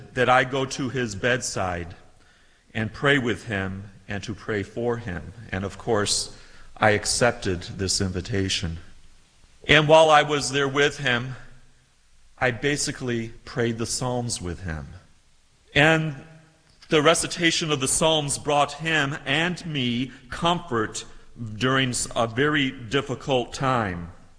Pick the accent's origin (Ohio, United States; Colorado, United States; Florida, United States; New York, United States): New York, United States; Nantro Bridge; And Ottawa is only about a two-hour drive north of my hometown in northern New York called Nantro Bridge.